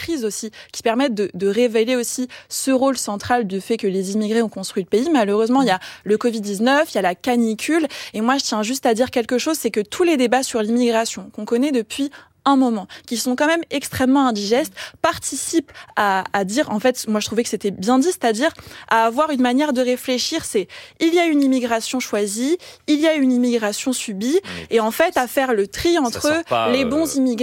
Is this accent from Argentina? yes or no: no; France; born there; Moi, je suis enfant d'immigrés. Ma maman est aide-soignante, mon père est chef de chantier, mais je suis née en France et je ne suis pas immigrée.